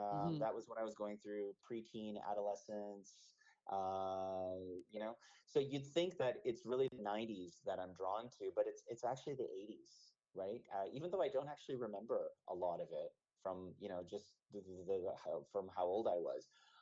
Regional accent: Vancouver, British Columbia, Canada; now in Toronto, Canada; And, I've been out here in Toronto for quite a few years now, but Vancouver's my hometown, you know? So wow. I'm originally from the West Coast.

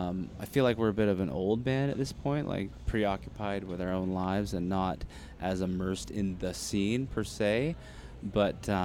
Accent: Vancouver, British Columbia, Canada; Yeah, we're all from Vancouver.

